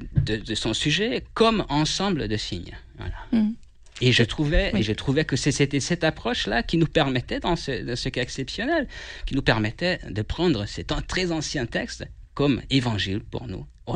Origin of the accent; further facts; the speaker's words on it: Hungary; French is a second language; moved away as an adult; now in France; Moi je suis d'origine hongroise et ça fait bientôt 4 ans que je suis en France. Je suis arrivé dans le cadre d'un échange étudiant Erasmus en août 2022, puisque avant j'étais étudiant à la faculté luthérienne de théologie de Budapest